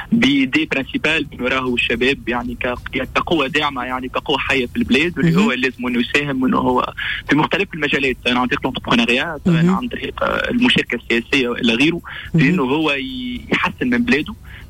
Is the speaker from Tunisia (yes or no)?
yes; Tunisia